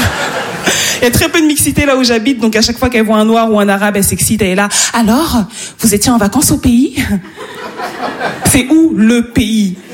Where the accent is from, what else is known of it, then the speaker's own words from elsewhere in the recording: Île-de-France, France; born there; C'est peut-être parce que je suis née dans le Val d'Oise.